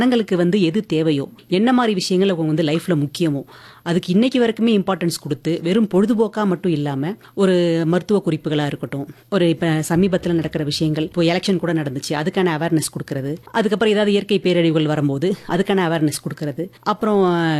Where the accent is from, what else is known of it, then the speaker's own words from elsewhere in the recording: Chennai, Tamil Nadu, India; நான் வந்து பிறந்து வளர்ந்ததெல்லாம் சென்னையில்.